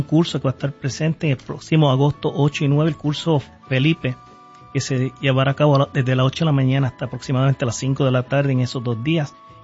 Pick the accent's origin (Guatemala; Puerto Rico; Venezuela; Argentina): Puerto Rico; Mayagüez; cuando yo era pequeño, porque vivíamos en la ciudad de Mayagüez, en mi pueblo Puerto Rico